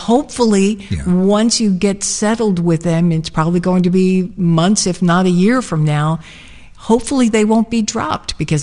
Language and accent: English; Tennessee, United States; born there; And this was in a small town in Tennessee where they just literally pulled out all the stops on Labor Day